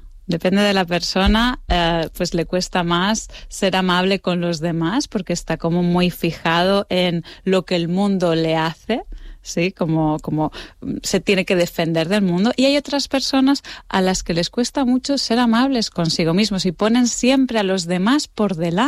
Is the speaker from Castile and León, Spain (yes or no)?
no; Canary Islands, Spain; accent: godo; en Gran Canaria, que es donde tengo yo aquí a la familia, aunque tenga el acento godo, soy canaria, y se nota un montón